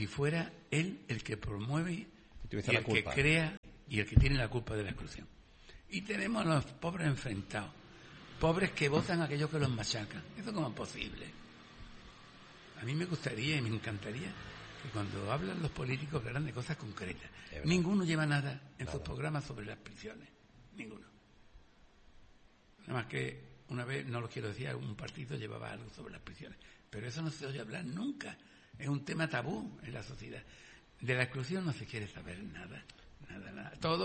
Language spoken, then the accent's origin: Spanish; Jerez de la Frontera, Andalusia, Spain; Yo soy de Jerez